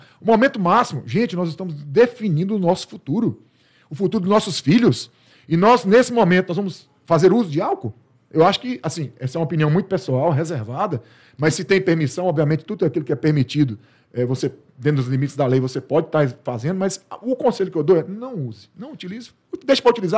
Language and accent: Portuguese; Minas Gerais, Brazil; Como bom mineiro, né?